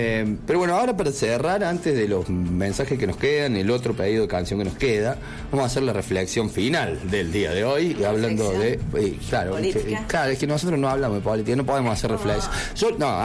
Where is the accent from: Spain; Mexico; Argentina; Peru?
Argentina; A mí me decepciona como argentino.